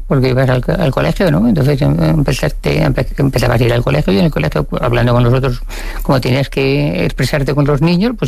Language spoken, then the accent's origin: Spanish; Madrid, Community of Madrid, Spain; yo soy de Madrid, entonces no soy nacida cerca del mar.